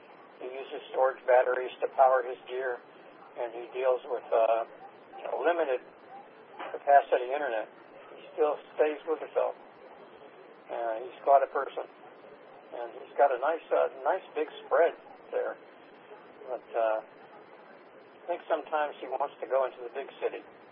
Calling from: Florida, United States; from South Florida.

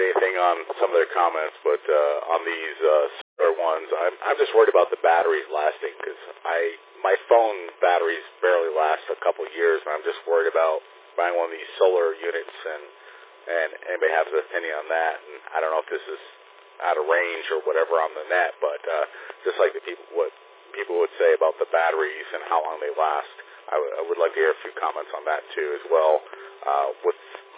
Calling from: St. Petersburg, Florida, United States; living down here in Tampa Bay area

